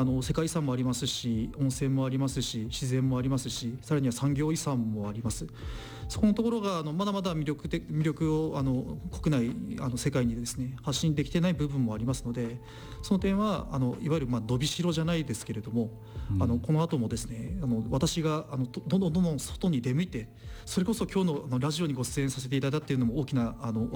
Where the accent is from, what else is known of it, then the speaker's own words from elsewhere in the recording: Tomakomai, Hokkaido, Japan; also born or lived in Anyang, South Korea / Tokyo; now in Nikko, Japan; 地元の生まれも育ちも、まあ北海道の苫小牧ですんで、まあふるさとといえばふるさとですし